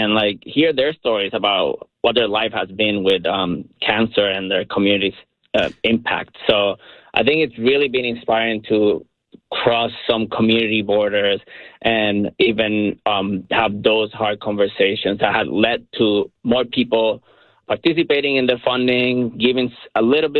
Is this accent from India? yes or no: no; Puerto Rico; moved away as an adult; now in United States; I'm originally from Puerto Rico, and, you know, I moved to the States for higher education and research and chemistry